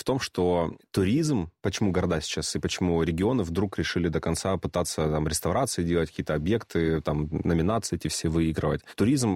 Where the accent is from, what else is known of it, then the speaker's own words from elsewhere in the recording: Donetsk, Donetsk Oblast, Ukraine; Я вот сам из Донецка